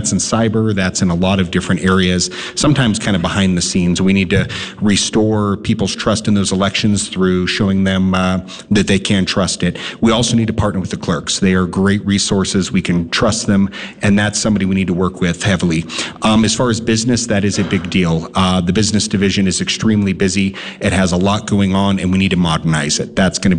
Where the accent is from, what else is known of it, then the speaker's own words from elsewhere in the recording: Wyoming, United States; now in Cheyenne, United States; I'm running for Wyoming Secretary of State. I'm from Carbon County outside of Rawlins originally, grew up on a ranch.